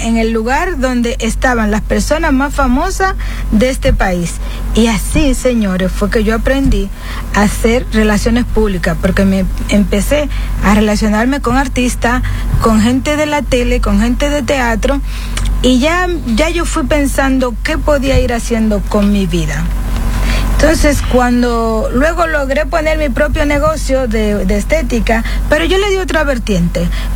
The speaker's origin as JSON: {"language": "Spanish", "country": "Dominican Republic", "moved": "yes", "lives_now": "Spain", "said": "yo es que soy caribeña, soy dominicana, pero tengo un aire europeo"}